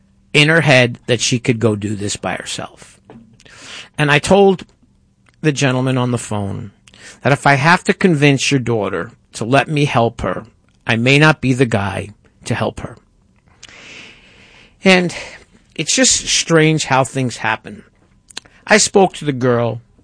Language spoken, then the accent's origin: English; New York, United States